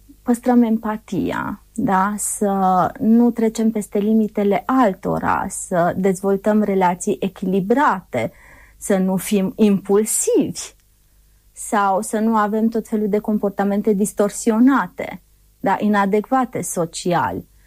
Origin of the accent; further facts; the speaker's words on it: Romania; m-am născut în România